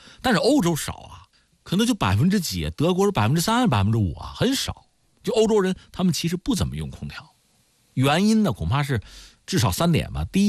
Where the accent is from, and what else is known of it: China